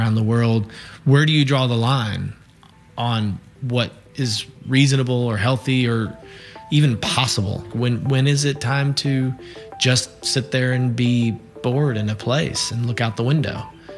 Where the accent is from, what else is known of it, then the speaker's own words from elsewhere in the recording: Lexington, Kentucky, United States; my hometown, Lexington, Kentucky